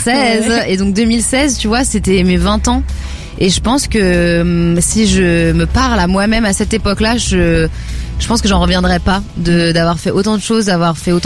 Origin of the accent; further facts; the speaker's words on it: Lyon, Auvergne-Rhône-Alpes, France; Moi, je viens de Lyon.